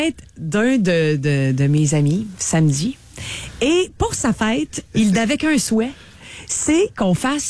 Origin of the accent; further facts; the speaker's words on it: Quebec City, Quebec, Canada; Moi, je viens de Québec.